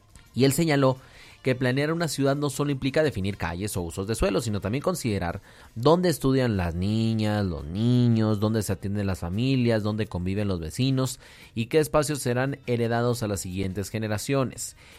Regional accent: Cuauhtémoc, Chihuahua, Mexico; moved away; allá en mi tierra.

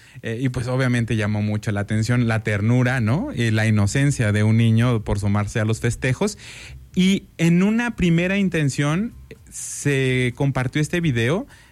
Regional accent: Mexico; toda la algarabía que nos representa como mexicanos.

